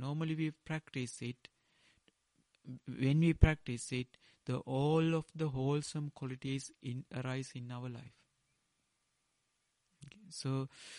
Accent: Sri Lanka; first language Sinhala; English is a second language; I learned this in Dhamma, in Pali, directly in Pali, or in my mother language, in Sinhala.

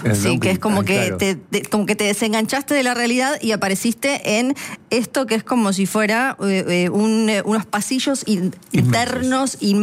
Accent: Tierra del Fuego, Argentina; yo soy de Tierra del Fuego

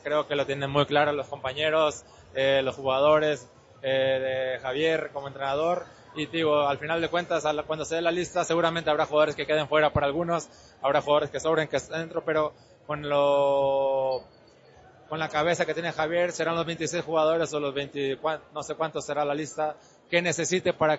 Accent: Mexico; yo creo que tenemos como mexicanos, o por lo menos yo, sentirme orgulloso

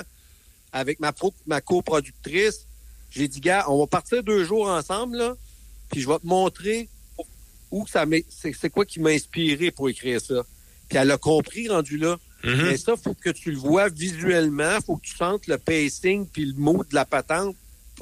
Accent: Kingsey Falls, Quebec, Canada; j'ai passé mon enfance, la plus grande partie de mon enfance, même si je suis né à Amnord, à Kings and Falls, parce que mon père travaillait pour Cascade.

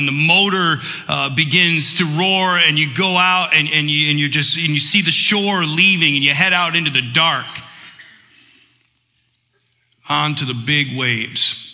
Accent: Michigan, United States; I grew up here in Michigan.

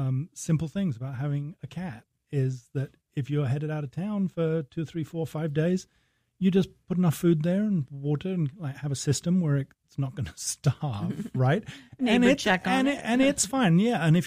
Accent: Singapore; born there; Yeah, I was born in Singapore. Mm-hmm. Of course, I was born in 64

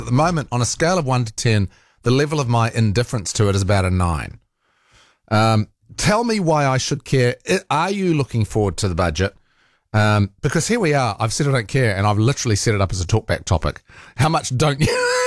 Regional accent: New Zealand; as a New Zealander

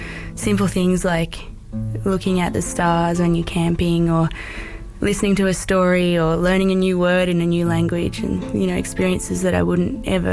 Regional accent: Sydney, New South Wales, Australia; born there; I was born in Sydney.

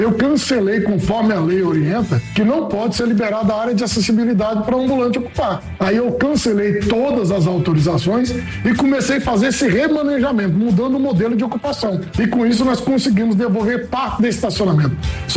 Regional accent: Brasília, Federal District, Brazil; Eu estou em Brasília há 60 anos. Eu nasci, cresci em Brasília e estou tendo o prazer de administrar Águas Claras.

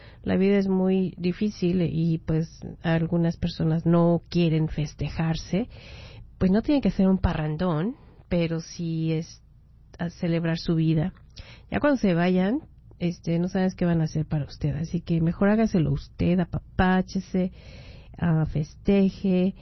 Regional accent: Mexico; Las personas que somos de México, pues entendemos la pérdida material y la pérdida de personas en este tipo de catástrofes.

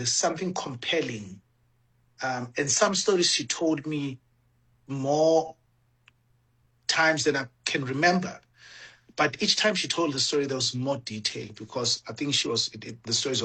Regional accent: Mpumalanga, South Africa; how and when it started as a teenage boy growing up in Mpumalanga and reading everything that I could read.

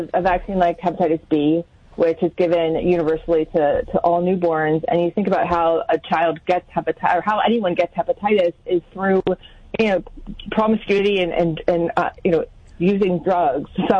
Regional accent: Pennsylvania, United States; as a mother, as a woman, as someone who was born and bred in Pennsylvania.

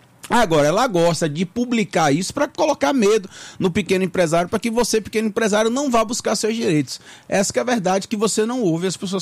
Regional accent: Brazil; É, sou brasileiro.

